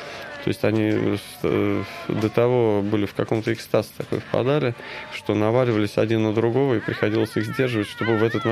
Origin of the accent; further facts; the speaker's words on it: Russia; что я из России